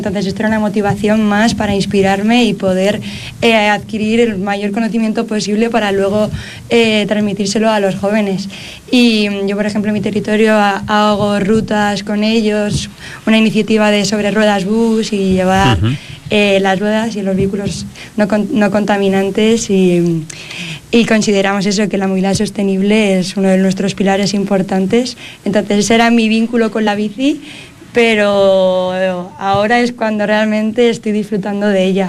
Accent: Madrid, Community of Madrid, Spain; que yo soy de Madrid

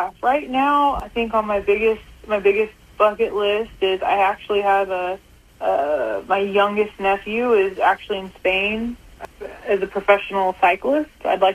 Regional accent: Texas, United States; Granted, like, I grew up in Texas.

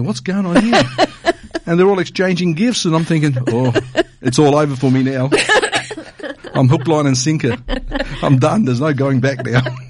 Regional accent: Port Pirie, South Australia, Australia; also born or lived in Adelaide; And, we grew up in Port Pirie when I was five when I came to Adelaide, but visited Port Pirie on a frequent basis. My parents had a business here.

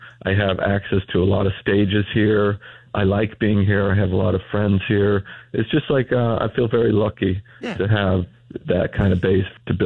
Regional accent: Idaho, United States; born or raised there

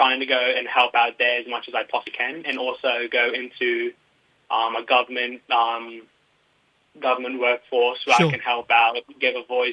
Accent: Queensland, Australia; I'm a Ugilam and Kualaki Torres Strait Islander boy.

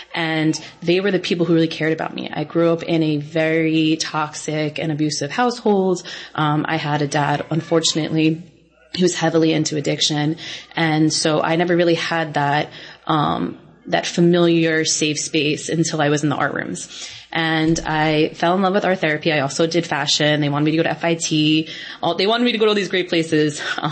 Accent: Northport, New York, United States; I grew up in Northport, which is a very like arts heavy community.

